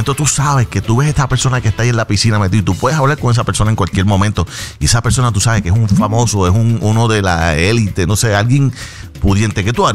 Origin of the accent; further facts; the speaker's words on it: Puerto Rico; este privilegio que tenemos nosotros como puertorriqueños, como boricuas, para viajar a Orlando o a cualquier parte del mundo